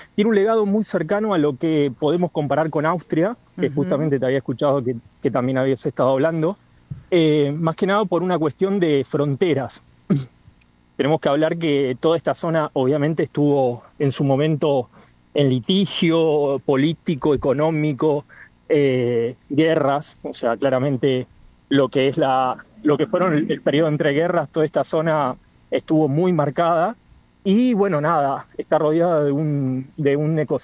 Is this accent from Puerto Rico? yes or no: no; Argentina; nosotros como argentinos